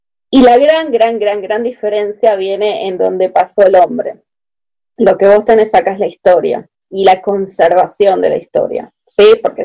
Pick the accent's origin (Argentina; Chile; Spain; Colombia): Argentina; Buenos Aires; moved away as an adult; also born or lived in Ushuaia, Argentina; now in Edinburgh, United Kingdom; Yo soy de Buenos Aires, pero viví en Ushuaia, el fin del mundo, por un tiempo, y he recorrido, no todo, me encantaría, pero he recorrido algo de la Patagonia